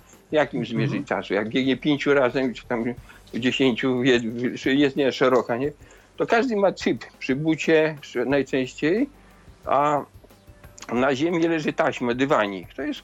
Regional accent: Lublin Voivodeship, Poland; moved away; Jest taki bieg w moich rodzinnych stronach, w Poznaniu, w Zamościu.

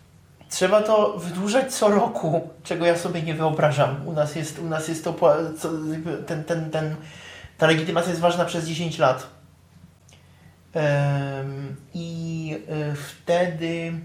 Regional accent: Czechia; Polish is a second language; u nas w Czechach

